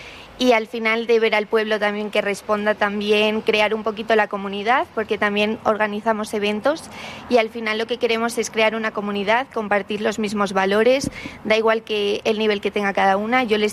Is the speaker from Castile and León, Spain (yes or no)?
yes; Fabero, Castile and León, Spain; also born or lived in A Coruña / Madrid; yo soy de Fabero, he estudiado fuera, he estado en Coruña, he estado en Madrid, pero nada puedes encontrar fuera que no esté en el pueblo.